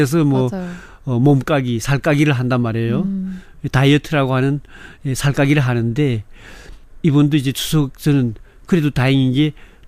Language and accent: Korean; North Korea; now in South Korea; 제가 살아봤으니까 알잖아요.